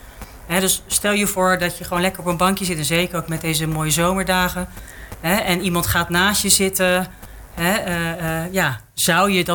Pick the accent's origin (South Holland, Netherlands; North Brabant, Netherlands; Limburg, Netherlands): South Holland, Netherlands; Gouda; Ik ben geboren en getogen Gouwenaar.